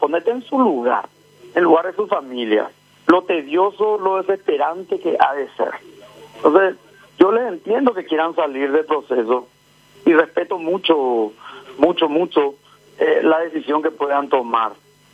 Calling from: Ciudad del Este, Alto Paraná, Paraguay; Estoy por Ciudad del Este.

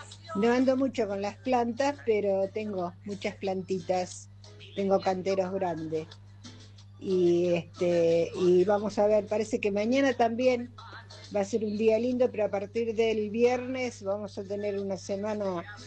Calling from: Magdalena, Buenos Aires Province, Argentina; Buenas tardes, Federico. … de Magdalena. Espectacular día de sol.

